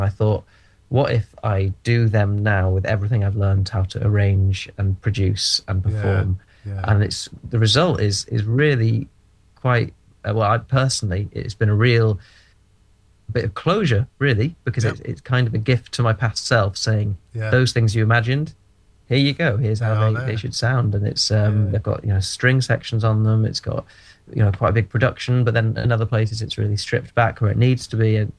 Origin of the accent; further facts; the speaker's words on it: Scotland, United Kingdom; moved away; I grew up in Scotland